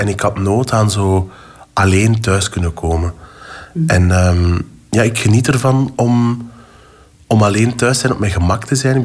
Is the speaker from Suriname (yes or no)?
no; Ostend, Flanders, Belgium; moved away as an adult; also born or lived in Brussels; now in Antwerp, Belgium; Ik ben opgegroeid in Oostende, ja.